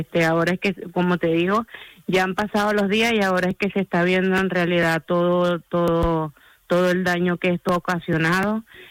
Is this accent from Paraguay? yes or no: no; Monagas, Venezuela; now in Talavera de la Reina, Spain; Yo soy de la parte de oriente del país, de Monaga. Estoy a 8 horas en carretera de donde fue el devastador terremoto.